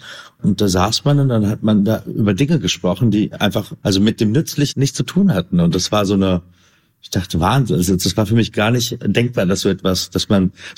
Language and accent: German; Berlin, Germany; Genau, eigentlich komme ich aus Kreuzberg. Ich weiß nicht, es steht immer in der Presse Neukölln. Ich weiß, das hat sich irgendwann mal so verselbstständigt. Genau, aus der Zossener Straße, Bergmarktbeetz, aus dem guten Kreuzberg.